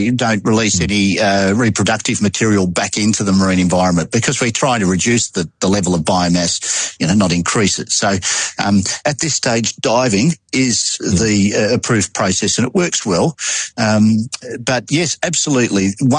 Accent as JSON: {"language": "English", "country": "Australia", "said": "I'm an Australian."}